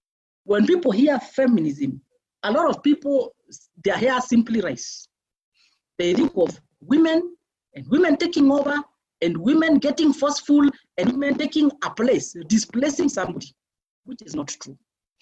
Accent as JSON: {"language": "English", "town": "Meru", "region": "Meru County", "country": "Kenya", "tie": "born or raised there", "second_language": "English", "said": "I grew up a country in Meru. And would go to the river sometimes"}